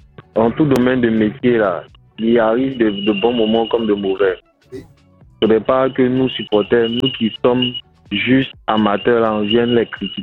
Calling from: Port-Bouët, Abidjan, Côte d’Ivoire; De Port-Bouy.

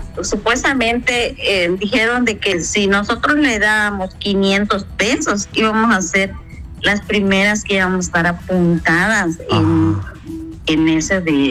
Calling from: Xcalak, Quintana Roo, Mexico; Yo soy del pueblo de Xcalac.

